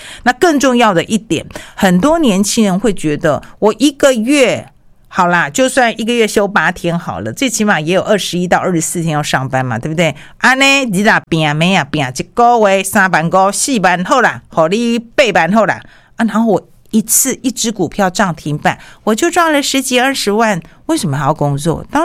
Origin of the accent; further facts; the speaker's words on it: Taiwan; 我们台湾人